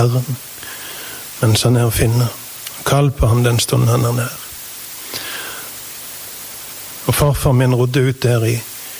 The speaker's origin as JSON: {"language": "Norwegian", "region": "Rogaland", "country": "Norway", "tie": "born or raised there", "said": "Habno hjemme, der jeg vokste opp. Eller jeg kommer fra Vatland, som der bønnen drev jord for det meste, men hadde sjøen på si."}